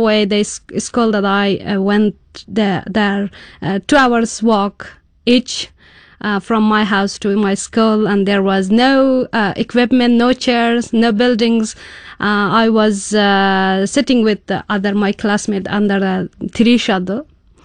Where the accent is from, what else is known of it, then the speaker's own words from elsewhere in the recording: Bamyan, Afghanistan; I grew up in the Taliban first role in a very rural area in Bamyan province. I'm coming from Hazara community.